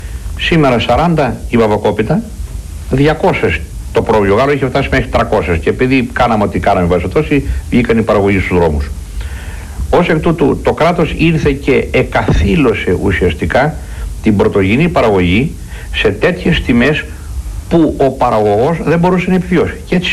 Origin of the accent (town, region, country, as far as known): Greece